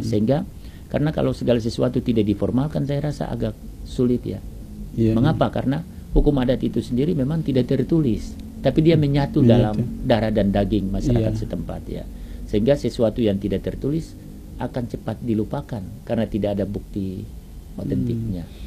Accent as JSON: {"language": "Indonesian", "area": "Tanimbar", "region": "Maluku", "country": "Indonesia", "said": "sebagai orang Tanimbar, sebagai orang Maluku Barat Daya dan sebagai orang Maluku bahkan orang Indonesia"}